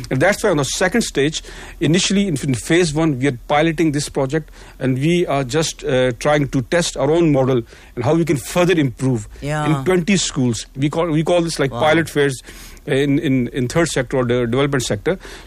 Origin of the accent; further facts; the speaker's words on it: South Africa; And us as South African, we'll be so proud to present a project to rest of the African countries as well